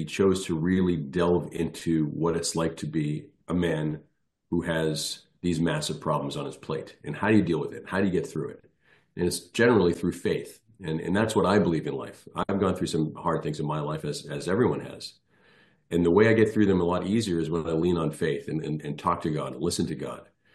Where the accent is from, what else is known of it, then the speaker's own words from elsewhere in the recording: Ireland; both my parents are from Ireland, and, you know, being an Irish guy myself, an Irish citizen, it was kind of a no-brainer